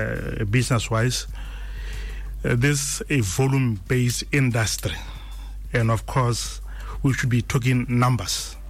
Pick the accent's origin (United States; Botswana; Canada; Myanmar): Botswana